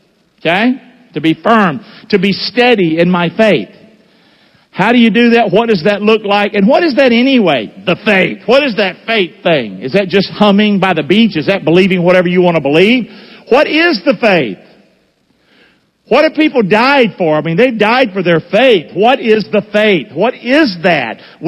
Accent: Rockingham, United States; I grew up in Rockingham. I was a hellraiser. God was a cuss word in my house.

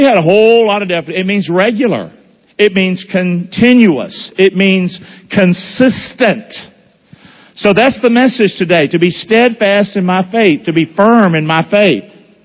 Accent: Rockingham, United States; I grew up in Rockingham. I was a hellraiser. God was a cuss word in my house.

